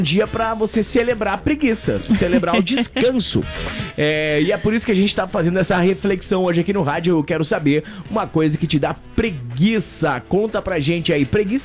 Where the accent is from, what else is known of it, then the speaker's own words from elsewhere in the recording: Coronel Freitas, Santa Catarina, Brazil; lá na minha cidade, em Coronel Freitas.